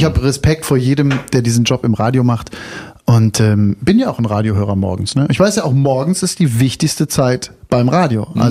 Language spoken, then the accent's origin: German; North Rhine-Westphalia, Germany; also born or lived in Berlin; now in Brandenburg, Germany; ich komme jetzt aus NRW, ne? Und da bin ich groß geworden und wenn dann die Leute sagen, ja, ich sage dann, ich lebe in Brandenburg